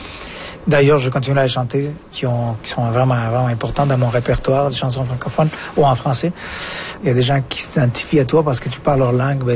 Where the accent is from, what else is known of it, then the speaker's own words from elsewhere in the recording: Colombia; also born or lived in Quebec; now in Alberta, Canada; je viens de la Colombie, mais j'habitais au Québec, alors je viens de Québec, du Québec aussi. Puis quand je vais ailleurs, je viens de la Colombie, j'ai passé par le Québec, mais je viens de l'Alberta.